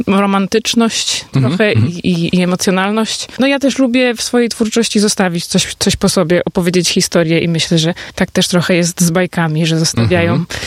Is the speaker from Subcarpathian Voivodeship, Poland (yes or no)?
no; Wrocław, Lower Silesian Voivodeship, Poland; Jestem z Wrocławia, artystką z Wrocławia, piszę, komponuję swoje własne utwory